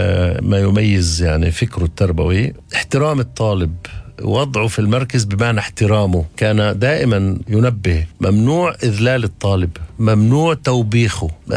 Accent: Palestine; عندنا في فلسطين

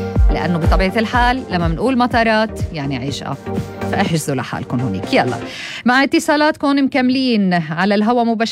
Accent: Lebanon; انا لبنانيه.

